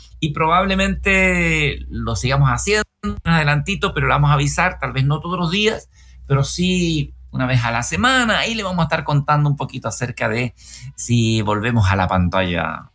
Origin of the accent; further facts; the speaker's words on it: Chile